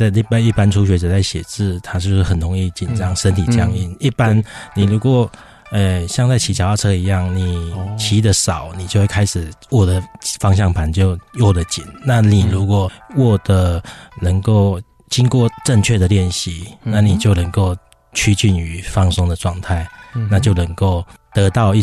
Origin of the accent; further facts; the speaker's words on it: Lukang, Changhua County, Taiwan; 有时候我们来自鹿港，也是算乡下地区的小孩，